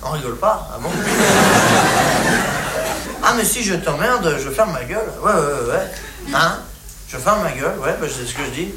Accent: France; Les Français, c'est des cons. Ouais, bah, je suis bien placé, hein, je suis français.

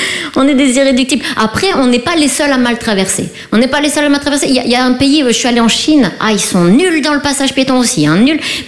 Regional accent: France; Parce qu'on est français, voilà, c'est pour ça.

